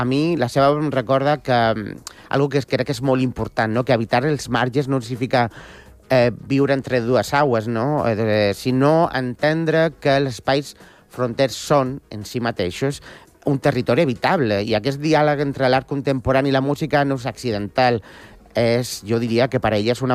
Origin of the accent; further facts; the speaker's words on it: Cartagena, Region of Murcia, Spain; De fet, jo sóc de Cartagena i tenim la Unió a 8 quilòmetres